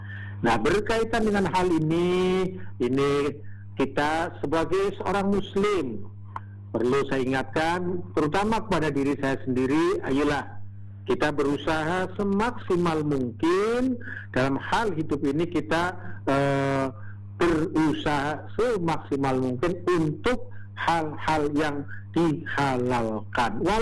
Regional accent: Java, Indonesia; kalau kita orang Jawa sering dikenalnya dengan bulan Maulud.

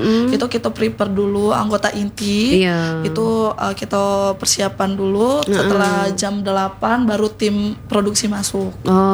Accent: Bengkulu, Indonesia; Kita Bengkulu asli. Bengkulu cinta Bengkulunya kita.

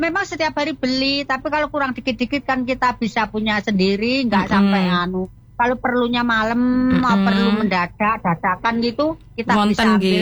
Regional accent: Java, Indonesia; jadi kita orang Jawa harus menggunakan rempah-rempah sampai enak murah juga pengaruh untuk tubuh.

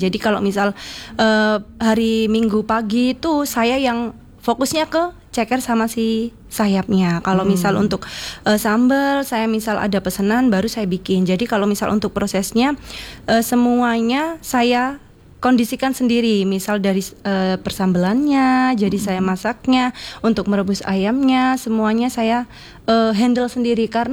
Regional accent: Jember, East Java, Indonesia; Aku asli Jember banget, Bu. Asli Jember banget.

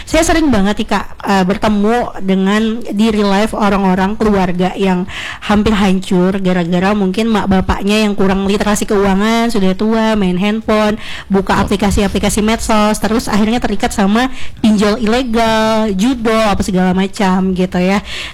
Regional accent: Banjarmasin, South Kalimantan, Indonesia; saya asli Banjarmasin tapi muka saya kayak orang Dayak

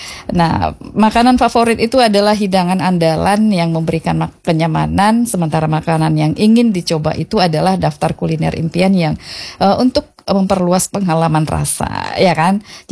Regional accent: North Sumatra, Indonesia; karena saya orang Batak, makanan favorit orang Batak itu banyak, gitu ya.

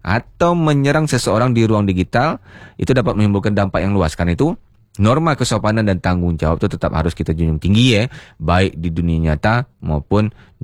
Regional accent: Dedap, Riau, Indonesia; Saya asli Dedap, Wak. Kepulauan Meranti, ya kan?

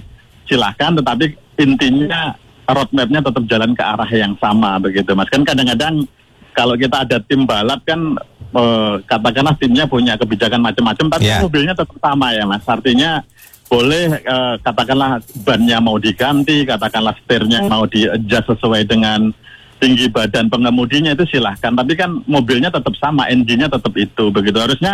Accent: Bojonegoro, East Java, Indonesia; Kebetulan saya dari Bojonegoro, Mas.

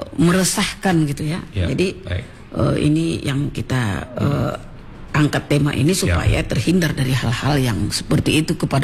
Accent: Tanjungbalai, North Sumatra, Indonesia; Yang Tanjung Balai ini daerah saya nih.

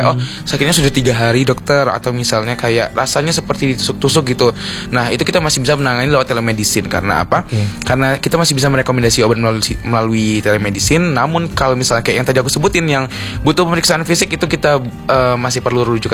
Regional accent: Pekanbaru, Riau, Indonesia; Contoh nih, kan kayak gini nih misalnya, aku dari Pekanbaru. Vaskesku di Pekanbaru, BPJS-nya pas aku pindah ke UNH itu sebulan pertama aku kan belum pindah.

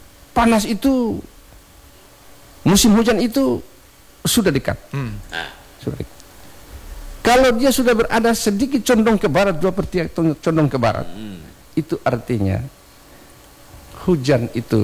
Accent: Ternate, North Maluku, Indonesia; kita orang Ternate sebenarnya kaya sekali dengan orang punya budaya ini.

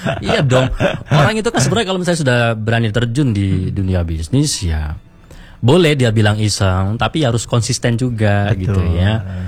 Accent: Java, Indonesia; Kita orang Jawa ini gak enakan

